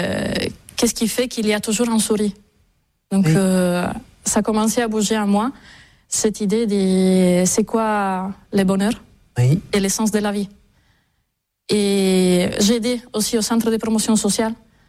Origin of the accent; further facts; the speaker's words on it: Sardinia, Italy; born there; French is a second language; moved away as an adult; Je suis née en Sardaigne. Mais à 18 ans, c'est le moment de choisir. Donc je suis partie à Rome pour faire mes études à l'Université de Rome.